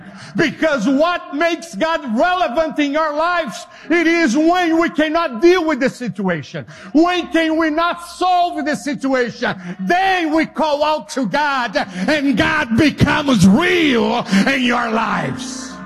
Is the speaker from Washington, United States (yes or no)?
no; Alabama, United States; Be patient with my accent. I'm from Alabama.